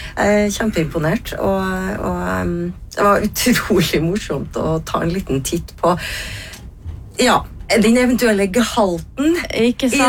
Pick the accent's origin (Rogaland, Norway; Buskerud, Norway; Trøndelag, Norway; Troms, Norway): Trøndelag, Norway; accent: trønderdialekten; hvordan jeg er som trønder.